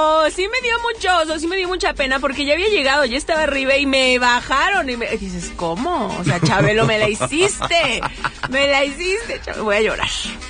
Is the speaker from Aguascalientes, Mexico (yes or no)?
no; Monterrey, Nuevo León, Mexico; also born or lived in Tamaulipas; Yo soy norteña.